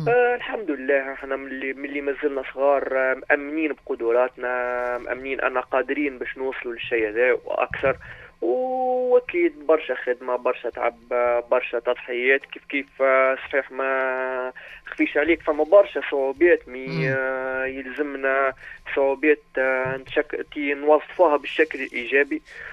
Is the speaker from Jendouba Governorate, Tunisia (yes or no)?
yes; Jendouba, Jendouba Governorate, Tunisia; now in Radès, Tunisia; أنا صحيح نعيش توا في رادس، أنا راني من جندوبة، معناها كبرت في جندوبة ولدت في جندوبة ومن بعد كتخل للمنتخب الوطني تنقلت الرادس